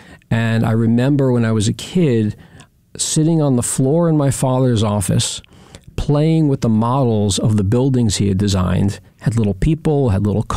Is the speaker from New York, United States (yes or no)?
yes; New York, United States; I am born and raised on Long Island, product of the Half Hollow Hill School District.